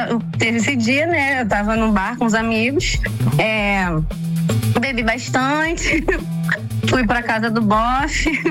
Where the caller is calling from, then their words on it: Rio de Janeiro, Brazil; Eu sou da Zona Oeste. Zona Oeste de verdade. Sou de Magalhães Bastos.